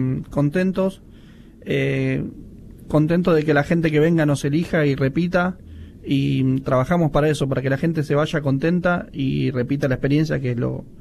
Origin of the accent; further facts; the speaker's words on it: Mar del Plata, Buenos Aires Province, Argentina; born there; moved away as an adult; Yo soy nacido acá, después, bueno, estuve en la suerte de viajar y vivir afuera por la gastronomía y volví